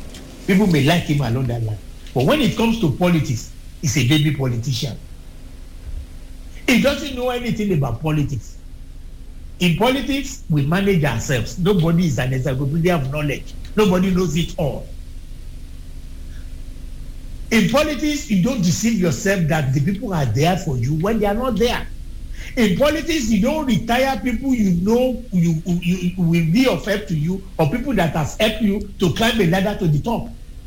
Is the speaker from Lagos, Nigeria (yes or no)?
no; Osun, Nigeria; I'm from Osun